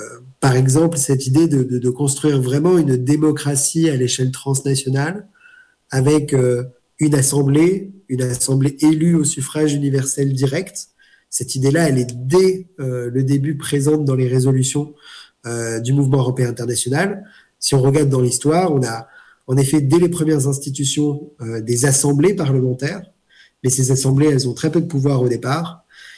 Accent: Grand Est, France; J'ai grandi en Alsace, qui a été une terre qui a connu aussi ces différents conflits et les crimes et l'histoire tragique du XXe siècle.

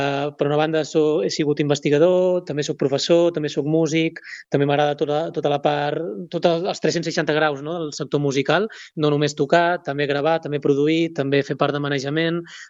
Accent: Reus, Catalonia, Spain; sóc de Reus

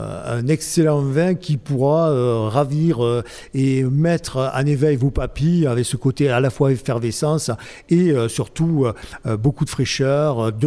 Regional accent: Limoux, Occitanie, France; ma région natale, qui est Limoux

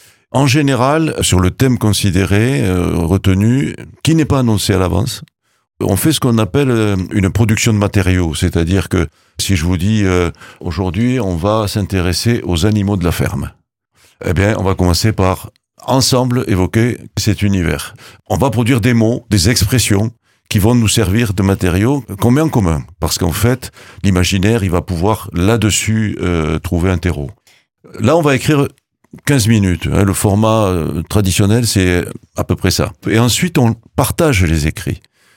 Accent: Occitanie, France; Ah oui, parce qu'on est du Volvestre.

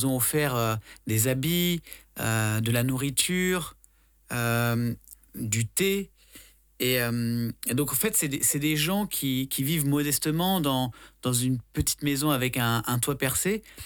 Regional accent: Lyon, Auvergne-Rhône-Alpes, France; j'ai 35 ans, je suis lyonnais

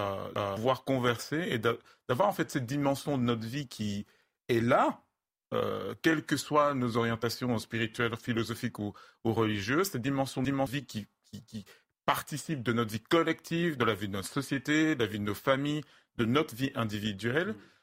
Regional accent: West, Cameroon; first language Bamoun; French is a second language; choisir un mot qui, dans la langue Bamoun, désignait littéralement l'esprit qui est partout. Et donc, dans ma langue maternelle, on dit Nini.

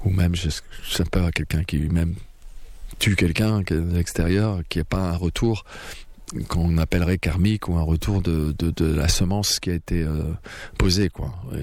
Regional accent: Hauts-de-France, France

